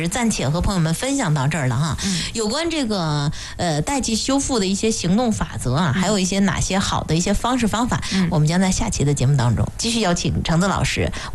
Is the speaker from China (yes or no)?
yes; China